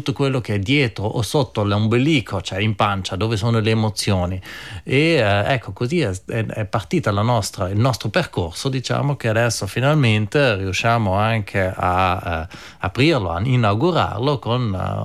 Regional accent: Lana, Trentino-Alto Adige, Italy; abbiamo scelto Lana perché siamo di Lana

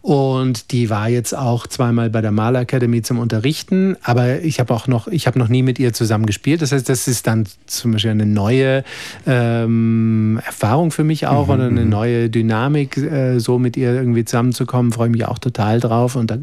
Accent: Schleswig-Holstein, Germany; moved away; Ich komme ja eigentlich aus Schleswig-Holstein in Norddeutschland

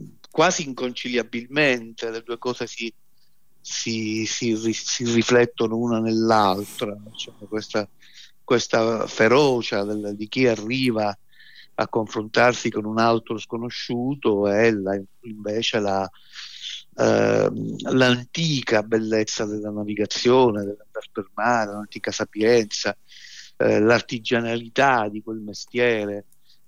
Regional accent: Palermo, Sicily, Italy; born there; anche nostalgica, perché sono nato a Palermo, quindi possedevo anche una piccola barchetta, quindi lo frequentavo spesso e sento una profonda nostalgia per il mare.

